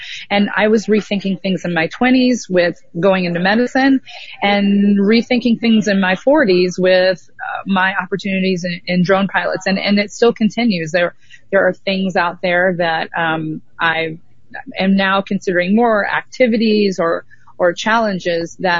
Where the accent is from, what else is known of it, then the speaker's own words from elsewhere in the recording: Indianapolis, Indiana, United States; I grew up in Indianapolis